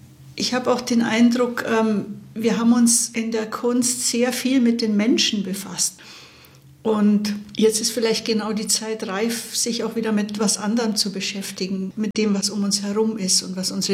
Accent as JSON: {"language": "German", "region": "Bavaria", "country": "Germany", "tie": "born or raised there", "moved": "yes", "lives_now": "Lower Franconia, Germany"}